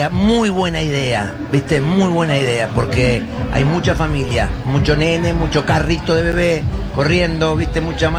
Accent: Palomar, Buenos Aires Province, Argentina; he ido al colegio, he tenido mis novias en Caseros. Yo soy de Palomar, así que imagínate que esto para mí es parte de mi vida.

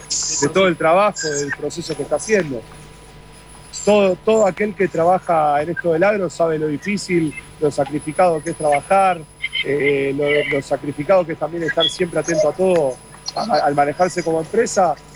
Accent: Argentina; nosotros como argentinos

